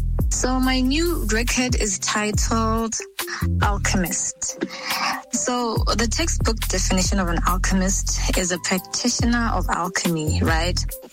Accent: Kenya; And I come from Kenya, which makes me a Mwakiti.

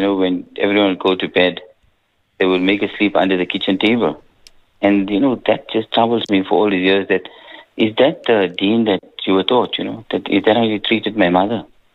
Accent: South Africa; Especially the South Africans, you know, when they go to foreign places, if they have to call you a Pakistani, they say Pakistani, you say what Pakistani? I'm South African, you know?

